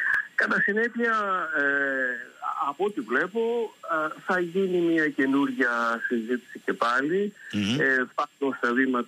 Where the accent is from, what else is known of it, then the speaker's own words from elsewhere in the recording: Greece; «Καλημέρα σας, τι κάνετε, είμαι ο Έλληνας πρέσβης. Σας ζητώ συγγνώμη εκ μέρους της χώρας μου για ό,τι σας κάναμε».